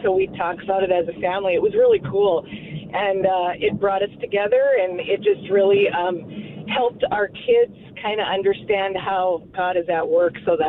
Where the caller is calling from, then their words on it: Grand Island, Nebraska, United States; Grand Island, Nebraska.